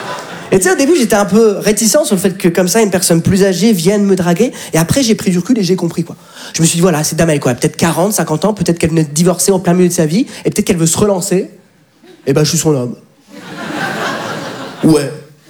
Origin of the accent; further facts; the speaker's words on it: France; Je dis, mais papa, mais on est de France.